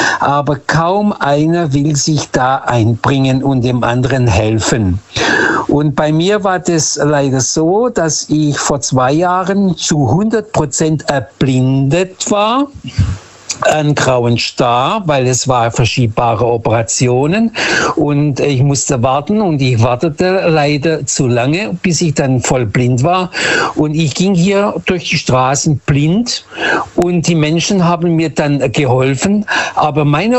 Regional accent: Lisbon, Portugal

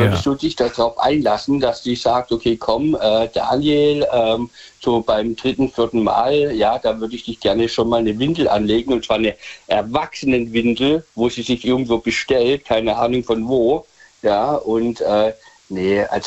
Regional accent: Michelstadt, Hesse, Germany; Ja, aus Michelstadt, Hessen.

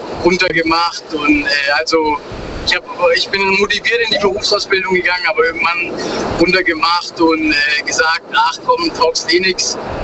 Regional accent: Baden-Württemberg, Germany

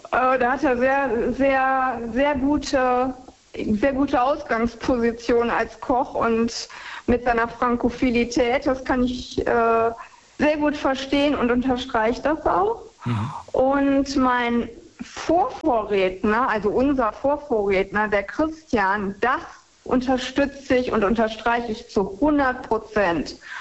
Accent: Germany; moved away; Und ich war auch immer froh, wenn man mich im Ausland niemals als Deutsche identifiziert hat und immer, Amerikanerin oder Holländerin oder irgendwas.

